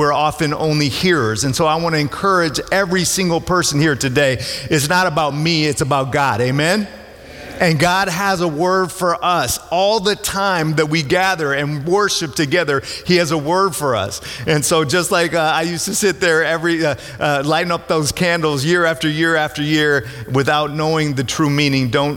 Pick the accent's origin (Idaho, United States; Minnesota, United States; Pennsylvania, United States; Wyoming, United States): Minnesota, United States; I grew up in Minnesota, and my dad is a Jewish atheist.